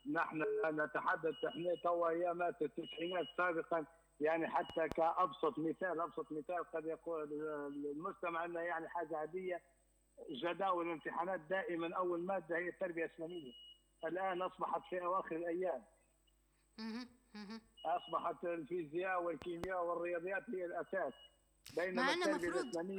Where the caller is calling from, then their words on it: Libya; يعم السلام على بلادنا ليبيا الحبيبة